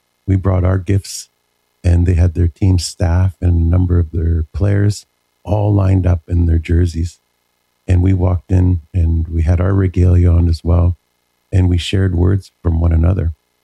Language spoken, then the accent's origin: English; Vancouver, British Columbia, Canada; from where I've come from and growing up in Vancouver